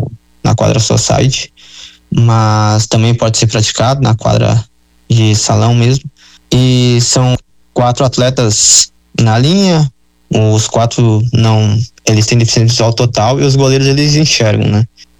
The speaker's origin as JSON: {"language": "Portuguese", "region": "Rio Grande do Sul", "country": "Brazil", "said": "só que eu sou do interior do Rio Grande do Sul, aí cidade do interior, ela não tem muito o contato com o esporte paralímpico, né?"}